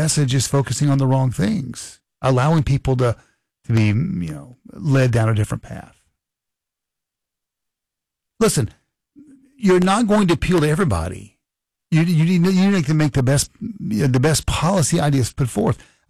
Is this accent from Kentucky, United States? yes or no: yes; Kentucky, United States; I'm in Fayette County. It's $3.57 a gallon. My hometown county, Hancock County, $3.40.